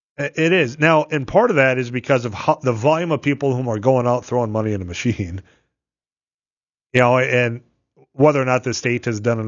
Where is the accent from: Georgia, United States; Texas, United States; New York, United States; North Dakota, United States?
North Dakota, United States; people don't have to drive 30 miles from my hometown, or I guess 40, because you got to go down, Highway 20, going south to Devil's Lake there.